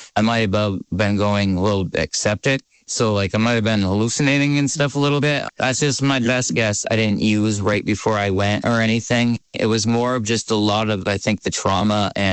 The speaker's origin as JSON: {"language": "English", "town": "Burlington", "region": "Vermont", "country": "United States", "tie": "born or raised there", "said": "I was born here in Vermont, down on North Avenue, Burlington. I ended up staying in the area."}